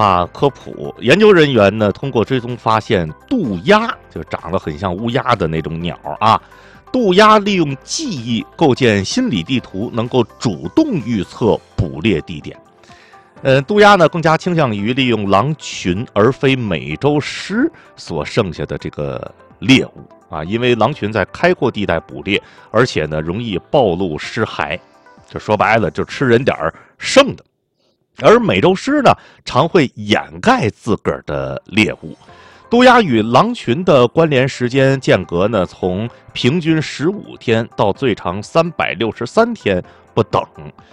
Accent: Tianjin, China; 作为一个天津人哈

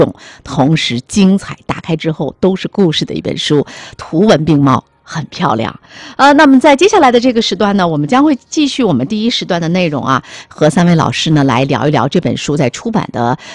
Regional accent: Tianjin, China; 我们土生土长的天津人

